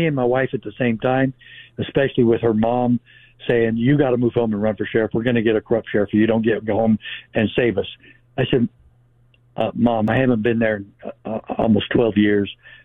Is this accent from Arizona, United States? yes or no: yes; Arizona, United States; also born or lived in Utah, United States; And I'm not from Utah. I'm from Arizona, but I stayed in Utah for a while